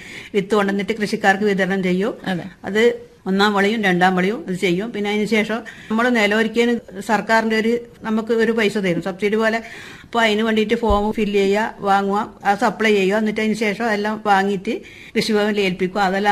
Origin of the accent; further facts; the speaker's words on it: Kerala, India; now in Munderi, India; കുറ്റ്യാട്ടൂർ പഞ്ചായത്തിലെ മാനൂർ വില്ലേജിലാണ് എന്റെ സ്വന്തം വീട്.